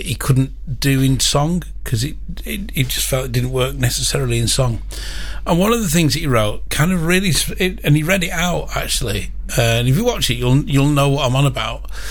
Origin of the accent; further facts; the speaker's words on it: United Kingdom